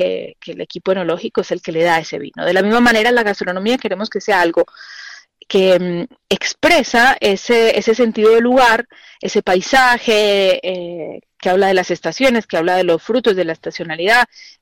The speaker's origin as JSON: {"language": "Spanish", "region": "Mendoza", "country": "Argentina", "said": "esa identidad como mendocinos y como Argentina"}